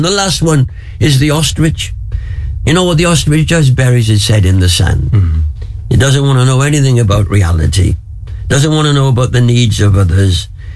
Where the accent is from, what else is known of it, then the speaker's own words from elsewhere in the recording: Wales, United Kingdom; When I was growing up in Wales, we'd go up into the mountain.